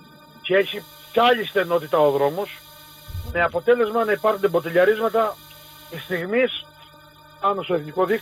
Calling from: Maleme, Crete, Greece; όπως εγώ ας πούμε, που δεν είμαι από το Μάλιμε, αλλά ζω στο Μάλιμε και ζω την ιστορία από παιδάκι, από το σχολείο

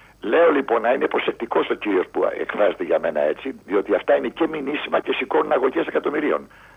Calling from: Peristeri, Attica, Greece; από το Περιστέρι.

